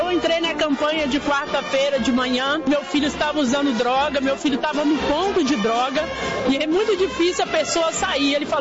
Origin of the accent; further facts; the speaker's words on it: Betim, Minas Gerais, Brazil; Eu sou de Betim.